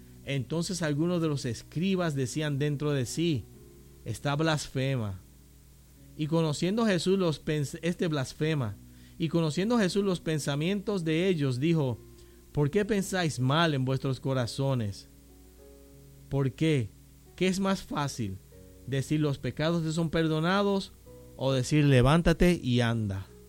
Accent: Caguas, Puerto Rico; born there; Como dicen allí en mi pueblo en Caguas, borrón y cuenta nueva.

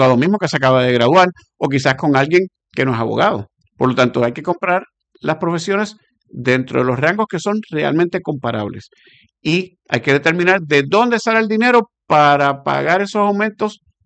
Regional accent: Puerto Rico

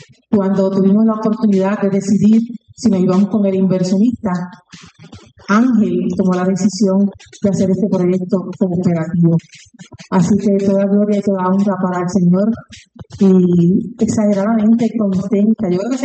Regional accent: Puerto Rico

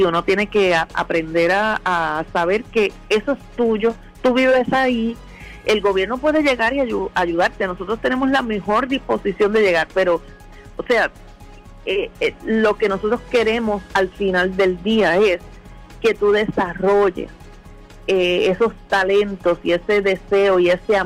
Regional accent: Hatillo, Puerto Rico; vengo de un pueblo ganadero, ¿verdad? Yo me crié en Atillo, que es un pueblo ganadero

